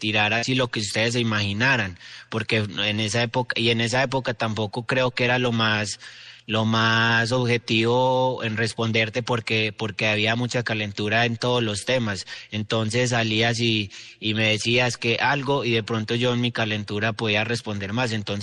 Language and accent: Spanish; Pereira, Risaralda, Colombia; moved away as an adult; now in Barranquilla, Colombia; yo soy de Pereira